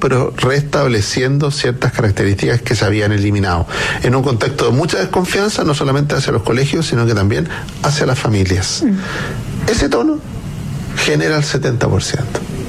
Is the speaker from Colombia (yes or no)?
no; Chile; es parte de la de lo que nos identifica como chilenos